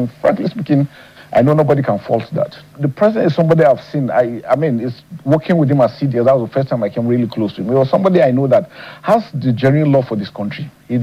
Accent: Nigeria; No, I'm saying it because I'm a Nigerian.

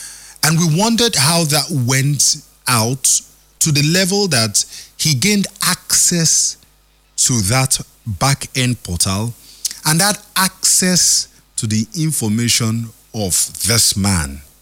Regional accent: Nigeria; He's Nigerian, I'm Nigerian.

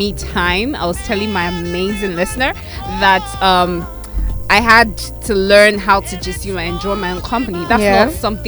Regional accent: Kano, Nigeria; born there; I was born in Kano State.

